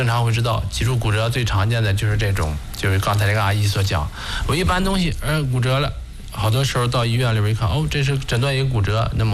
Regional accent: China; 我们就是中国人日常生活中我们到底能摄入多少钙

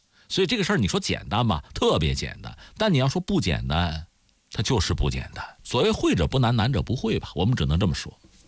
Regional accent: China; 不是说作为中国人在这自吹自擂，实际情况就是这样啊。

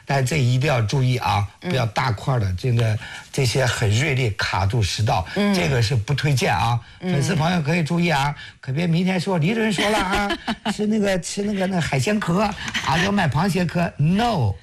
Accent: China

